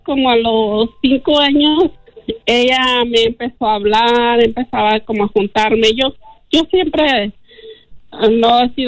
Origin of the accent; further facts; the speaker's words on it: Mexico; Soy de México y a mí me pasó.